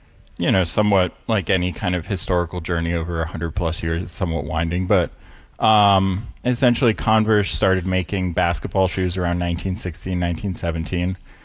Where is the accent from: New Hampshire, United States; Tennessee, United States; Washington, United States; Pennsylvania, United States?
New Hampshire, United States; Lyme; I grew up in Lyme, New Hampshire, which is a very small town in New Hampshire, about 1,700 people.